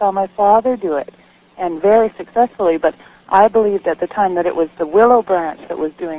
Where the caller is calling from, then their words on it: Vancouver, British Columbia, Canada; calling from Vancouver, British Columbia.